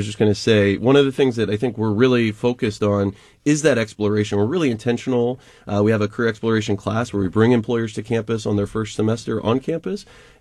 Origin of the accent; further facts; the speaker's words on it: East Coast, United States; I'm originally from the East Coast, and Natomas Charter School was just a really, really special place.